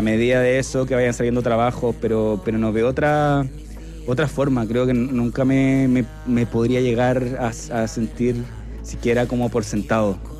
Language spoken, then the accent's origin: Spanish; Iquique, Tarapacá, Chile; born there; also born or lived in northern Chile; now in Santiago, Chile; Yo crecí, mi infancia fue en Iquique